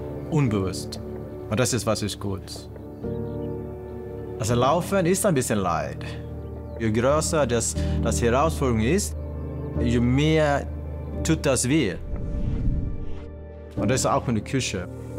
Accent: Sweden; German is a second language; moved away as an adult; also born or lived in South Korea; now in Andernach, Germany; Ich bin adoptiert vom Südkorea und aufgewachsen in Schweden. Klar, ich bin Schwede in meinem Herz irgendwie, aber auch nicht. Und das macht alles so kompliziert. Und jetzt bin ich in Deutschland seit 10 oder 11 Jahren.

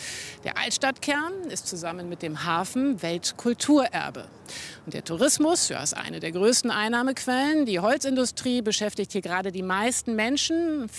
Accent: Güstrow, Mecklenburg-Vorpommern, Germany; Aber im Osten, auch hier in meiner Heimatstadt Güstrow, ist das Problem einfach noch mal stärker.

